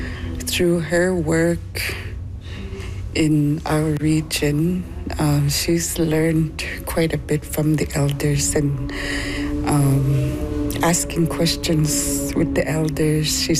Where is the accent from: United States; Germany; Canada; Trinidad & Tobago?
Canada; Ulukhaktok, Northwest Territories; now in Cambridge Bay, Canada; I'm originally from Ulukaktok, Northwest Territories. I've been living here in Cambridge Bay for 27 years.